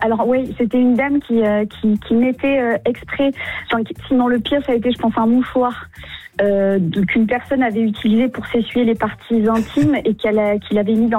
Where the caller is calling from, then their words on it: Artiguelouve, Nouvelle-Aquitaine, France; j'habite à Artigueloube, à côté de Pau.